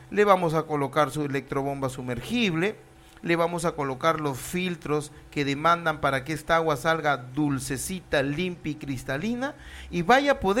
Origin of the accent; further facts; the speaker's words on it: Túcume, Lambayeque, Peru; el pueblo joven Federico Villarreal, mi pueblo joven.